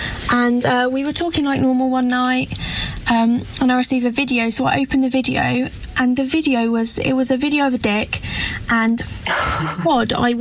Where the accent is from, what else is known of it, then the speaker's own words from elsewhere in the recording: East of England, United Kingdom; I'm from Essex.